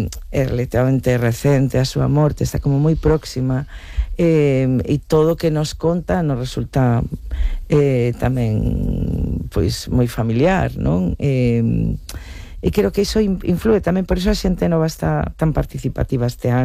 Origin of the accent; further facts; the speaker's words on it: Mos, Galicia, Spain; mulleres indómitas e fortes da miña terra, de Sanguiñeda, de Mos.